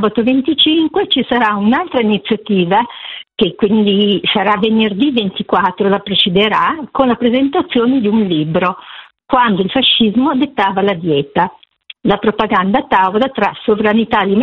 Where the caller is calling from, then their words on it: Cinisello Balsamo, Lombardy, Italy; io chiamo da Cinisello Balzo